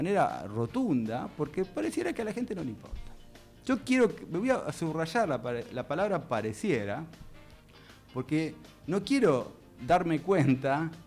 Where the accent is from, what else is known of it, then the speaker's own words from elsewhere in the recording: Argentina; Eso, somos re argentinos.